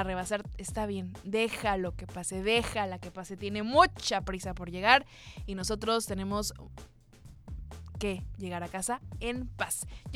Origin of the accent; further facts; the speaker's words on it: Mexico; Soy una mexicana antigua.